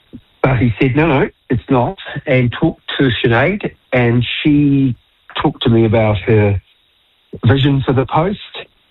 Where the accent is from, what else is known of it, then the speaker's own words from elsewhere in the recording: Auckland, New Zealand; moved away as an adult; also born or lived in Wellington; I was born in Auckland, went to school in Auckland, but I moved down here when I was 19.